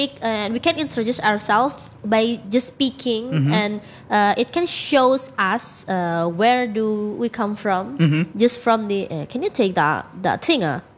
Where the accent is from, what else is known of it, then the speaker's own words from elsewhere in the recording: India; I come from India.